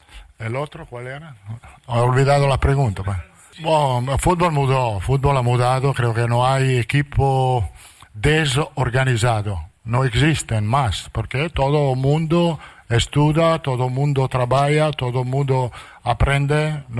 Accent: Italy; Portuguese is a second language; Me sento bien, italiano, brasileiro, eu sou italiano. É uma experiência fantástica treinar no Brasil.

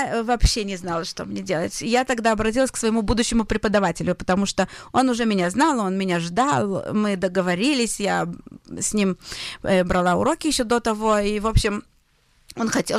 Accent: Israel; moved away as an adult; now in France; я из Израиля, я еврейка

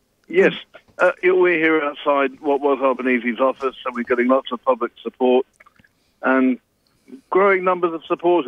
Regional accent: England, United Kingdom; particularly growing up in England.

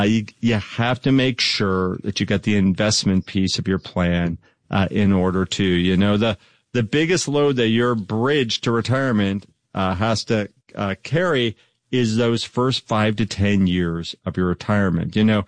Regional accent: Dallas, Texas, United States; now in Northwest, United States; I grew up in Dallas, Texas, and up here in the Northwest now, but a lot of people had pools.

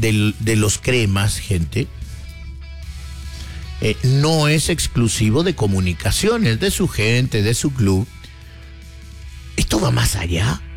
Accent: Guatemala

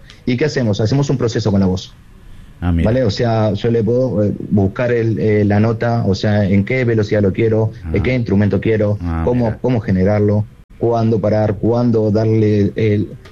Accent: Argentina; moved away as an adult; now in Madrid, Spain; soy argentino y he sido mucho tiempo músico en Argentina.

